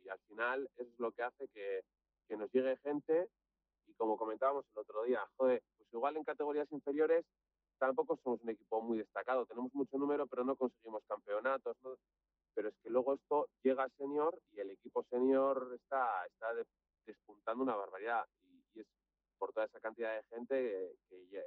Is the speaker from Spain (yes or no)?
yes; Bilbao, Basque Country, Spain; somos de Bilbao